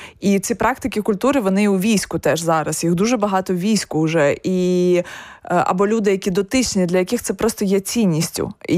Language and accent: Ukrainian; Kyiv, Ukraine; там в моєму рідному Києві знищено і продовжує нищитися така величезна кількість історичних споруд